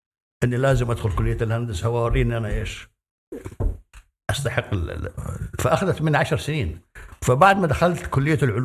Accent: Khan Yunis, Gaza Strip, Palestine; born there; moved away; also born or lived in Saudi Arabia; من مواليد خان يونس بغزة بفلسطين 1955. طبعا يعني تركت فلسطين وذهبت مع الوالد، إنه كان مدرس في المملكة العربية السعودية، وبقيت في المملكة لحد ما تخرجت من الدراسة والجامعة.

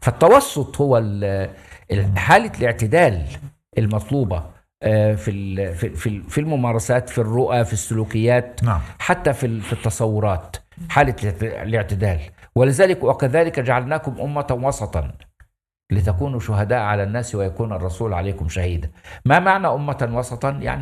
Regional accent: Egypt; now in Cairo, Egypt; انا واحد من الريف اسكن في مصر لي 40 سنه او اكثر، اسكن في القاهره.

